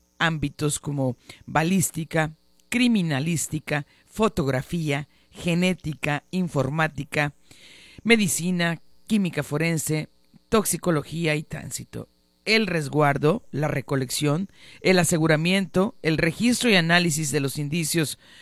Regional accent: Mexico; ¿Cómo somos los mexicanos de dejar a ver a última hora, pues?

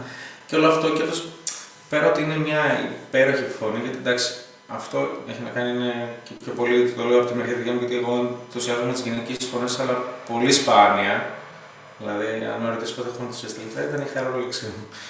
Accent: Ioannina, Epirus, Greece; Εγώ γενικά γεννήθηκα και μεγάλωσα στην Ήπειρο, στα Γιάννενα.

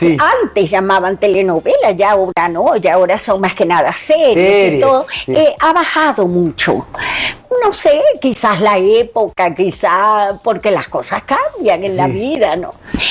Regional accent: Venezuela; Y que terminó en mi país. Terminó en Venezuela, qué motivo.

